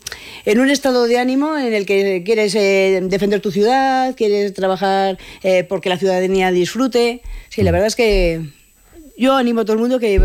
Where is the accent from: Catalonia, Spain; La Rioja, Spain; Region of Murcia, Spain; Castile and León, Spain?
La Rioja, Spain; Logroño